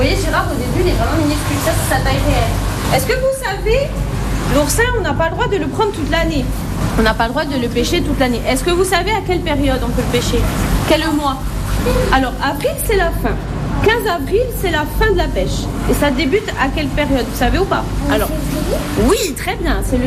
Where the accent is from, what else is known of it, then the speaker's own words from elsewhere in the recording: Bonifacio, Corsica, France; chez nous, à Bonifacio